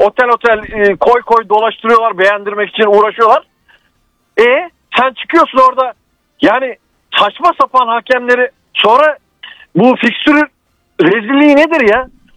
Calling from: Bursa, Turkey; Bursa'dan arıyorum.

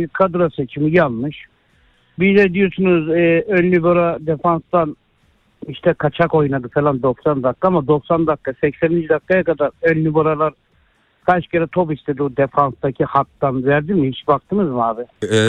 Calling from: Kocaeli, Turkey; Kocaeli'den arıyorum.

